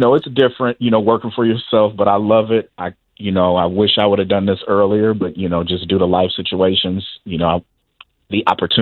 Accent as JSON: {"language": "English", "town": "St. Louis", "region": "Missouri", "country": "United States", "moved": "as an adult", "lives_now": "Chattanooga, United States", "said": "Originally, I'm from St. Louis, Missouri, the St. Louis, Missouri area. Moved here in 2021 due to marriage. So I've been in Chattanooga since 2021, and I love it."}